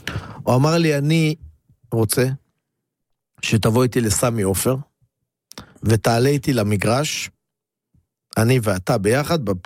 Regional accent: Beit Keshet, Northern District, Israel; moved away; כי אני גדלתי בבית קשת הרבה שנים, גדלתי בבית קשת

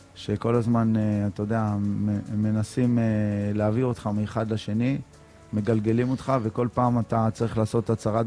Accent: Beersheba, Southern District, Israel; אני גם באר שבעי

